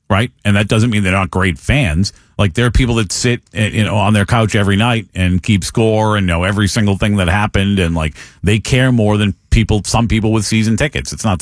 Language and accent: English; Massachusetts, United States; now in Florida, United States; I grew up in Massachusetts